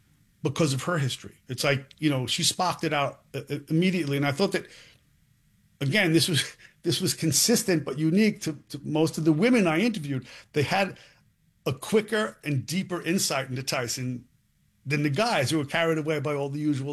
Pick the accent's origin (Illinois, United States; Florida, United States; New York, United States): New York, United States; born there